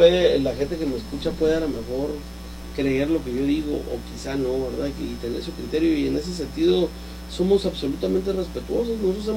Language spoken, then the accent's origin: Spanish; Ciudad Juárez, Chihuahua, Mexico; como juarenses, pues nos interesa mucho que le vaya bien a Juárez.